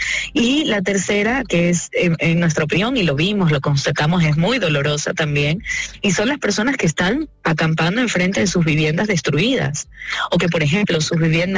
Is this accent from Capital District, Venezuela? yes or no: yes; Caracas, Capital District, Venezuela; moved away; a pesar de que soy caraqueña.